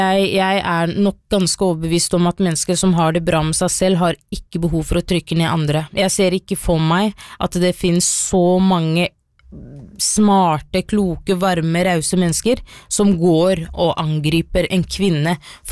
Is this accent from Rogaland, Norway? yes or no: no; Skien, Vestfold og Telemark, Norway; Og jeg vokste opp I Skien, så telemarksbunaden jo en naturlig del av den feiringen.